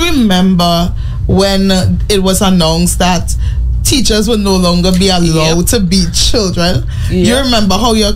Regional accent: Tobago, Trinidad & Tobago; we're Caribbean girlies and we grew up right here in Tobago, right?

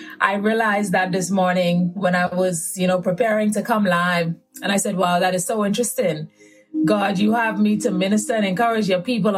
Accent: Bahamas; now in United States; I am from the Bahamas. I was born and raised in the Bahamas, but I reside in America.

